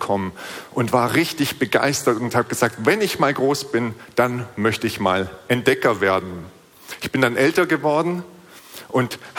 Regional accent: Baden-Württemberg, Germany; moved away; Ich komme aus Baden-Württemberg ursprünglich

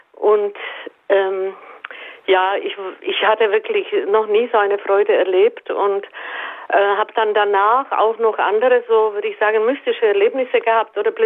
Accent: Czechia; German is a second language; ich komme aus Tschechien und habe mit 15 den Glauben verloren, als ich über die Konzentrationslager gelesen hatte, und war dann sehr lange ohne Glauben, bis ich dann eine große Begegnung hatte in Deutschland

